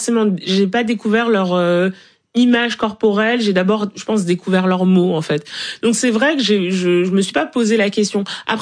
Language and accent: French; Cameroon; et en plus nous on est Nyokon, donc on vient de Nyokon au Cameroun